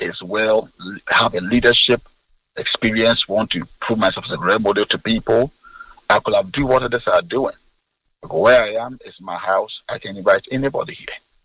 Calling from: East Legon, Greater Accra, Ghana; Okay, I'm calling from East Legon.

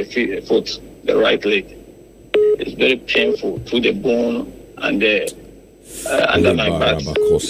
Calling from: Accra, Greater Accra, Ghana; calling from Accra.

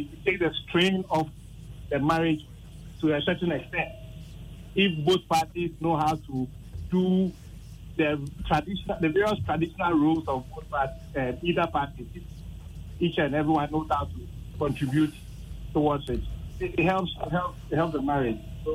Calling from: Lashibi, Greater Accra, Ghana; Calling from Lashibi.

